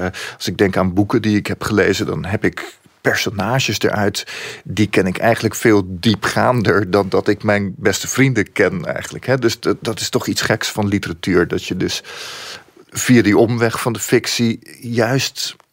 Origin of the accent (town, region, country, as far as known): Leiden, South Holland, Netherlands; born or raised there